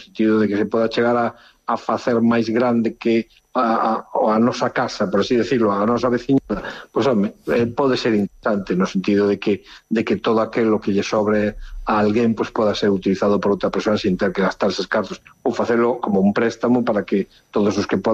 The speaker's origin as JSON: {"language": "Galician", "town": "Lugo", "region": "Galicia", "country": "Spain"}